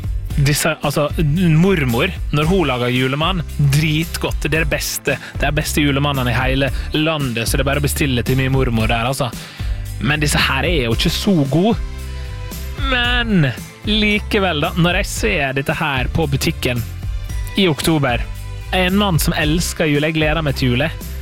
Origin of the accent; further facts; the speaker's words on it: Møre og Romsdal, Norway; altså i nabobygda der jeg kommer fra, er det litt av, der er bygd som heter Gursken